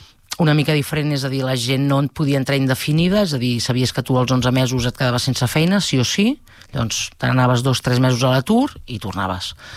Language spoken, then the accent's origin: Catalan; Manresa, Catalonia, Spain; Jo soc nascuda a Manresa, el 29 d'abril del 81, i vaig estar vivint a Manresa fins quasi els 29 anys